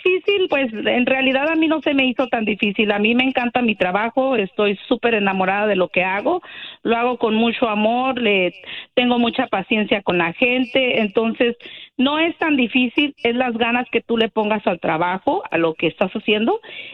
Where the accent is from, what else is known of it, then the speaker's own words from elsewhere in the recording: Michoacán, Mexico; also born or lived in California; now in Las Vegas, United States; Yo soy nacida en California, pero fui criada en Michoacán. So me considero de Michoacán.